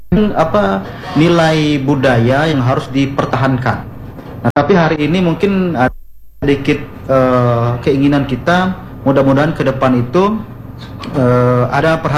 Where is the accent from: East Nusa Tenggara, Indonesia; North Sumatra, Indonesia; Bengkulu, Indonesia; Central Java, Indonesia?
Bengkulu, Indonesia; Kenapa juga kita harus malu mengakui atau menggunakan bahasa Rejang, toh kita orang Rejang asli seperti itu.